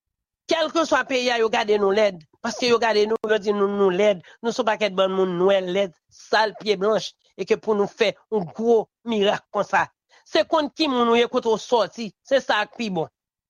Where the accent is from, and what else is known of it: Haiti